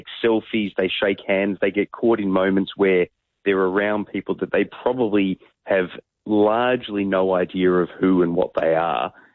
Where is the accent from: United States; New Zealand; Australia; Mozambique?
Australia; Sydney, New South Wales; also born or lived in Western Australia; I'm from Sydney, but spent a lot of time in WA.